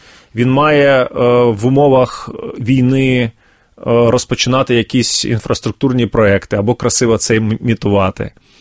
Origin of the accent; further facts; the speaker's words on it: Luhansk Oblast, Ukraine; з моєї рідної Луганщини